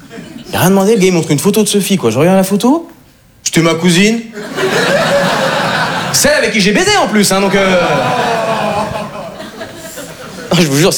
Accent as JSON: {"language": "French", "country": "Switzerland", "tie": "born or raised there", "said": "J'ai une tête d'Allemand, j'ai grandi en Suisse et j'ai de la famille en Amérique du Sud."}